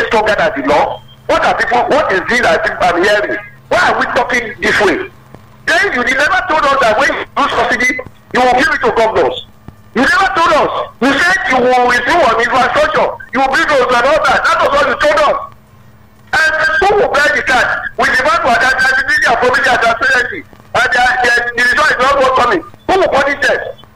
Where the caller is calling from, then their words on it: Oba, Nigeria; from Oba.